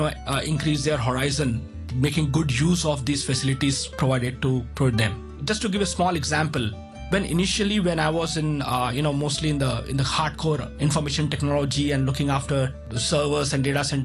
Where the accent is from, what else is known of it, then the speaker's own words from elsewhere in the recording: Mumbai, Maharashtra, India; Then in many cases, like for me, when I was growing up in Mumbai, I had a mentor